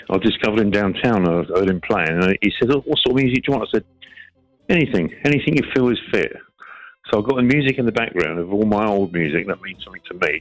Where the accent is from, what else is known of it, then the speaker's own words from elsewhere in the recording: Hemel Hempstead, East of England, United Kingdom; born there; I was born in Hemel Hempstead.